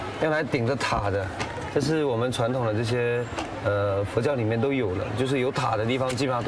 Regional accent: China

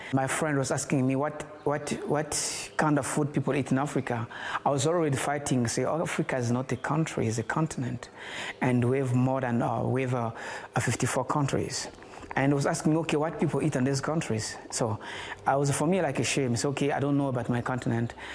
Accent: Germany; And even the place I grew up in Germany, Germany is a place you find many nationality.

